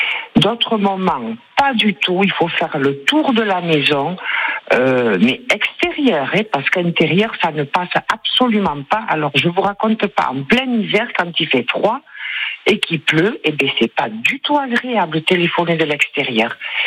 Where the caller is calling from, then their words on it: Mouguerre, Nouvelle-Aquitaine, France; Moi, je suis à Mouguère-Elissa-Berry